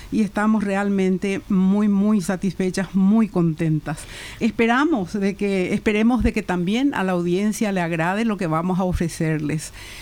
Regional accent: Paraguay; Soy paraguaya.

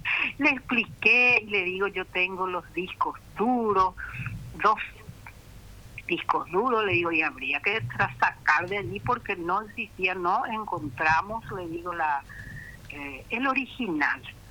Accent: Buena Vista, Caazapá, Paraguay; born there; moved away; yo vengo del interior también, de casa, peña.

